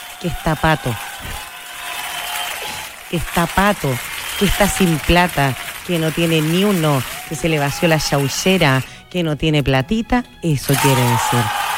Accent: Chile; Hay tanta variedad en Chile. Somos grandes los chilenos, obvio.

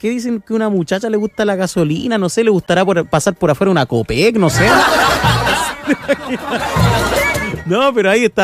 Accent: Chile; Oye, dice por acá, yo como chilena mal pensada digo

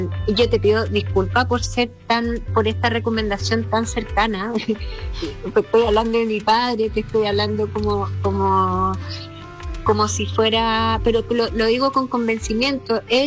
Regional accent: Chile

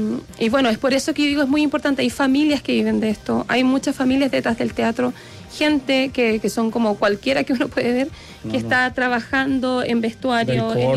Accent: Coquimbo, Chile; yo soy de Guayacán, de Tierras Blancas, en la región de Coquimbo

